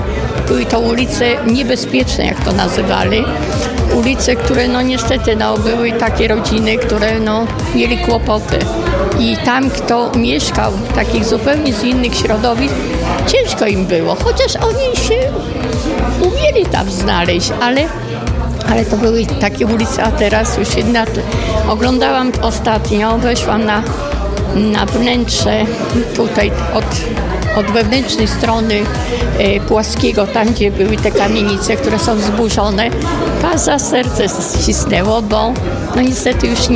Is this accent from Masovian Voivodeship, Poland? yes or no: yes; Siedlce, Masovian Voivodeship, Poland; No, ja się wychowałam w centrum Siedlec, na ulicy Pławskiego, także to dla mnie to takie wszystkie miejsca są miejscami jakby ogromnie wspomnienia